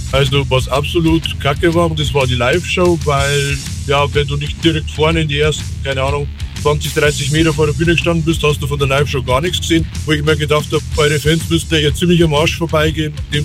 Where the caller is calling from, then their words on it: Bad Reichenhall, Bavaria, Germany; von Reichenhall.